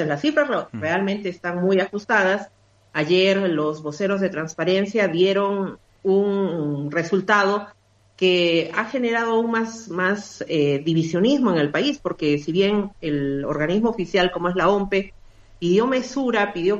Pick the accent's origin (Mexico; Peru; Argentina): Peru; lo único que esperamos como peruanos